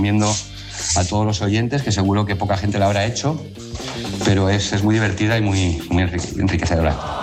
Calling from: San Sebastián de los Reyes, Community of Madrid, Spain; Madrid, muy cerquita de vuestro estudio, en Sanse.

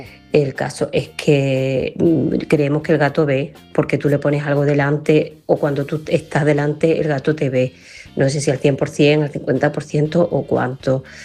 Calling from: Fuerteventura, Canary Islands, Spain; de Fuerteventura.

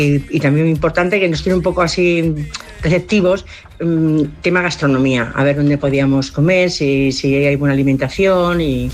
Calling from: Madrid, Community of Madrid, Spain; Hola, buenos días. … de Madrid.

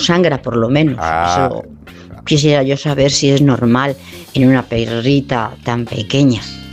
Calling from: Madrid, Community of Madrid, Spain; de Madrid y te voy a contar.

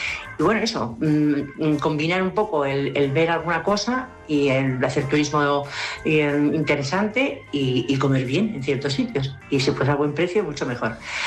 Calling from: Toledo, Castilla-La Mancha, Spain; Hola, buenos días. … de Toledo.

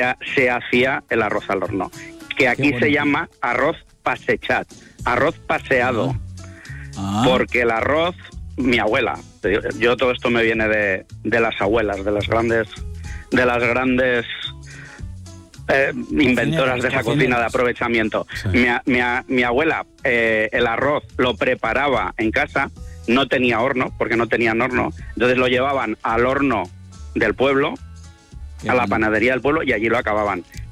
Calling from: Valencia, Valencian Community, Spain; soy de Valencia.

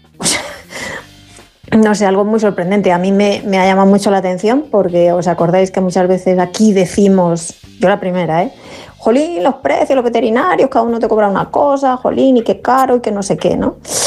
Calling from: Cercedilla, Community of Madrid, Spain; de Cercedilla, Madrid.

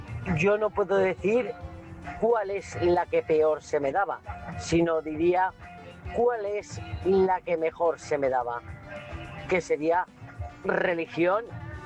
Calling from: Palma de Mallorca, Balearic Islands, Spain; de Palma de Mallorca

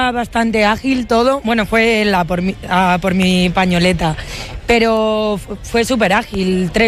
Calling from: Vitoria-Gasteiz, Basque Country, Spain; yo al final vivo en Vitoria y allí todo el mundo va con la pañoleta

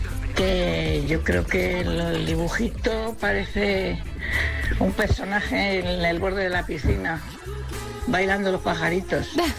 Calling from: Madrid, Community of Madrid, Spain; Buenas noches, soy … de Madrid.

